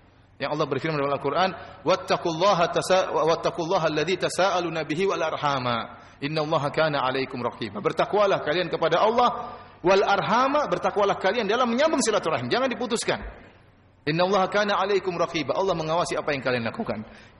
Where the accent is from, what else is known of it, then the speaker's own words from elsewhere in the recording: South Sulawesi, Indonesia; Ya, saya orang Bugis, ente orang Madura.